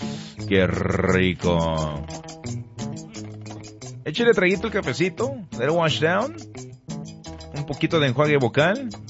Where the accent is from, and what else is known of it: Mexico